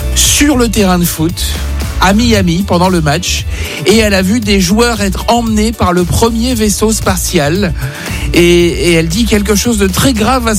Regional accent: France; chez nous en France

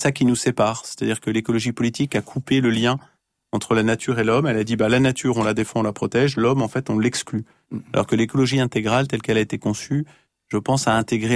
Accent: Auvergne-Rhône-Alpes, France; parce que on est aussi de la Savoie, et donc en Savoie, j'ai toujours abattu les arbres

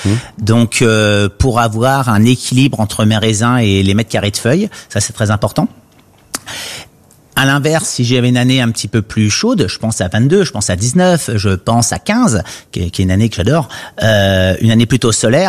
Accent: Grand Est, France; J'ai été formé à Beaune. Donc moi, je suis un des rares champenois qui parle en hecto, pas en kilo.

